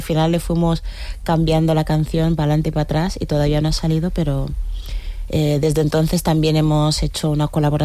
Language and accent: Spanish; Guinea-Bissau; first language Guinea-Bissau Creole; Spanish is a second language; mezclamos el criollo de mi país, de Guinea-Bissau, con una soleá por bulería, pero cantada en mi idioma y contando una historia muy bonita de resistencia de mi pueblo, de Guinea-Bissau.